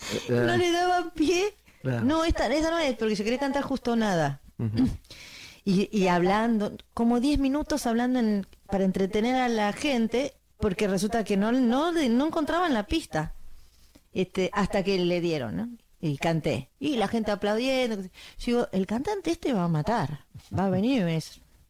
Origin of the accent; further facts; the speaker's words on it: Argentina; now in Rosarito, Mexico; Sí, digo, soy argentina y soy cantante de tango.